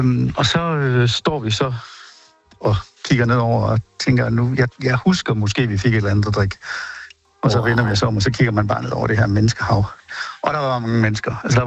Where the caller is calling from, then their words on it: Aarhus, Central Denmark Region, Denmark; Vi er fra Aarhus.